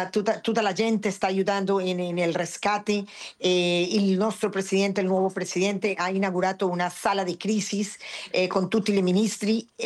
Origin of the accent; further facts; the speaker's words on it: Pereira, Risaralda, Colombia; born there; Italian is a second language; io sono nata in Pereira, sono originalmente della città di Pereira